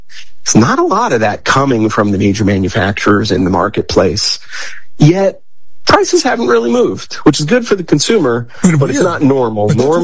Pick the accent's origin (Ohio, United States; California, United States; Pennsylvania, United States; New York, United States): Pennsylvania, United States; I grew up in Pennsylvania, right outside of Philadelphia, and I grew up in a very suburban area, so not like we were going out back and hunting.